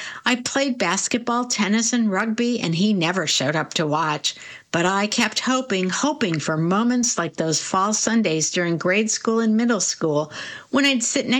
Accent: Nashville, Tennessee, United States; born there; I was born in Nashville, the younger of two kids.

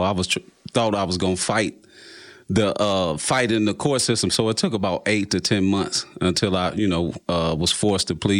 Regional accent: St. Louis, Missouri, United States; I'm from St. Louis and always was going back and forth between St. Louis and East St. Louis.

